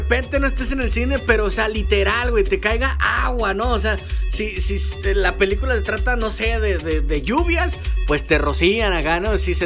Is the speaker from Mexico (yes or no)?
yes; Mexico; Cómo somos los mexicanos.